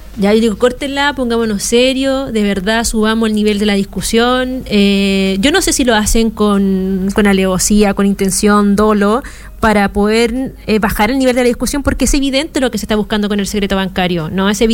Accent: Valparaíso, Chile; somos porteñas, nos duele mucho lo que pasó, porque somos locales en Valparaíso, en Rodelillo

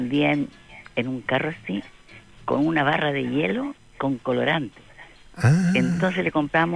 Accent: Valparaíso, Chile; yo soy de Valparaíso, así que el Cerro Barón, escuela número 41, República del Brasil.

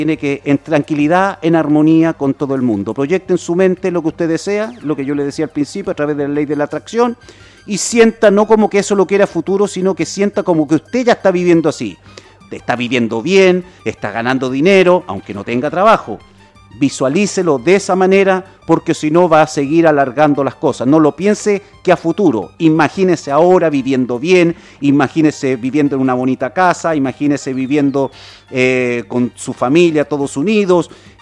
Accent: Chile; born there; moved away as an adult; No, yo soy más chileno que los porotos, nacido en Chile y estoy enamorado de mi país

